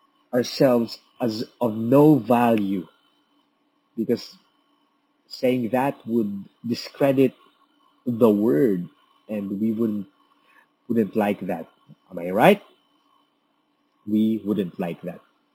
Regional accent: Philippines; born there; I was born here in the Philippines for a reason.

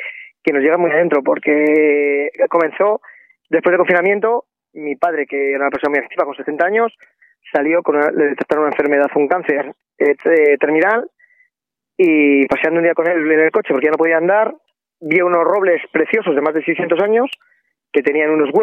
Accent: Velilla del Río Carrión, Castile and León, Spain; Somos de Velilla del Río Carrión, en la provincia de Palencia, en plena montaña palentina. Y somos de estas personas que nos gustan los pueblos y vivimos aquí

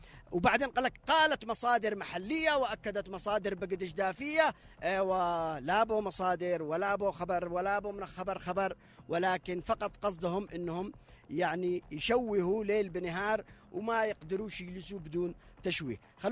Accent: Yemen; حياتنا كمؤمنين كيمنيين

